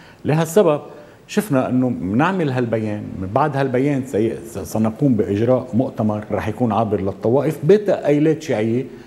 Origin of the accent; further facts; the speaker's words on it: Lebanon; نحن إذا بدك كلبنانيين شيعة